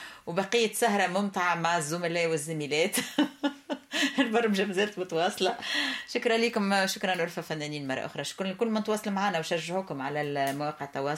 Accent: Tunisia; احنا التونسي من المنستير منستير البير المزيانه بلاد راقيه وحلوه ويستطب فيها العيش

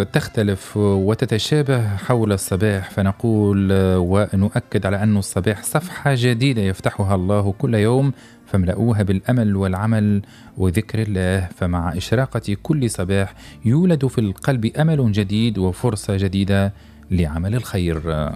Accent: Tunisia

